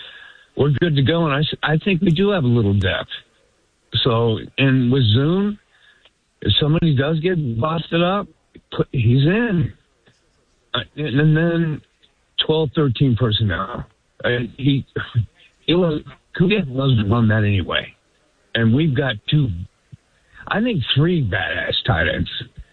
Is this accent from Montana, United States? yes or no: no; Oakland, California, United States; also born or lived in Portland; I mean, I grew up in Oakland and Portland. I was the only Raider fan around for a long time in Portland that I knew.